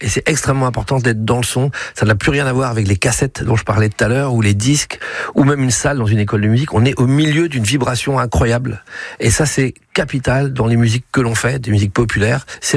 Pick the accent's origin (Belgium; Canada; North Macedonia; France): France; Brittany; Je suis né en Bretagne, j'ai vécu en Bretagne